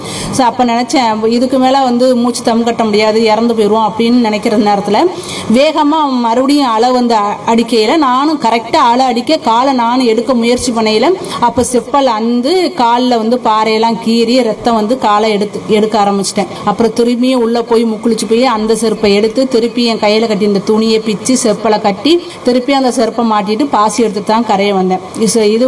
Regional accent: Narikuzhi, Tamil Nadu, India; born there; நான் பிறந்த ஊர் வந்து நரிக்குழி அப்படின்னு ஒரு கிராமத்தில் தான் நான் பிறந்தேன்.

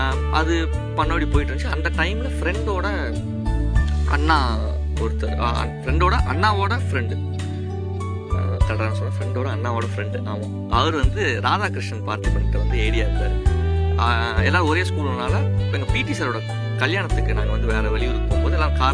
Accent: Tiruppur, Tamil Nadu, India; நான் என்னோடய சொந்த ஊர் வந்து திருப்பூர்.

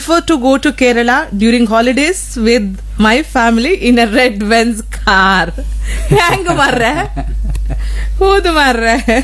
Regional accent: Kundapura, Karnataka, India; ನಮ್ಮ ಕುಂದಾಪುರ ಕನ್ನಡಿಗರು

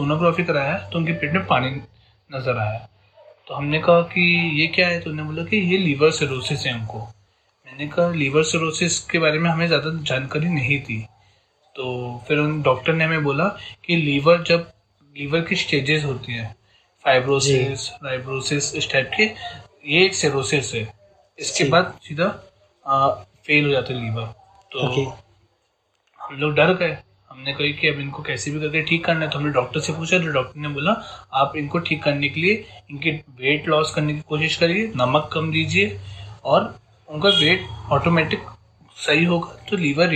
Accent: Bhopal, Madhya Pradesh, India; मैं भोपाल का रहने वाला हूँ

